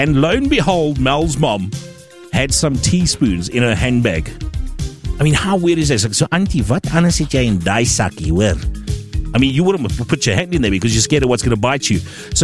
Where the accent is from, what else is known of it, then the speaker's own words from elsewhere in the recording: Gauteng, South Africa; So I'm from the West Rand.